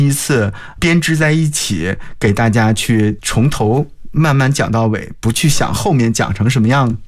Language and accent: Chinese; Northeast China, China; 我的童年是在东北长大的